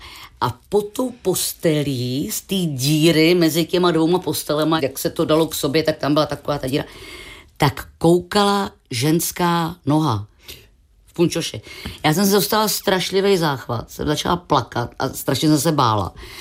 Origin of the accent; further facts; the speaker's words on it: České Budějovice, South Bohemian Region, Czechia; Já když jsem byla malá, byly mi tak asi 4-5 let, tak jsem vyrůstala v Herečáku, v hereckém baráku v Českých Budějicích a měli jsme malý byt